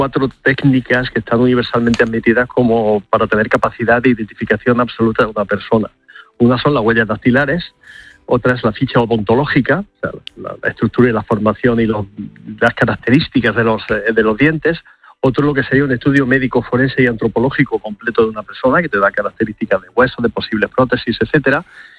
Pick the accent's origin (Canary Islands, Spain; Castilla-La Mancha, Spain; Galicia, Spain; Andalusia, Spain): Andalusia, Spain; Almería; Claro, en este caso concreto de Almería, que por cierto es mi tierra y no muy lejos de por allí, sí, de mi querida Almería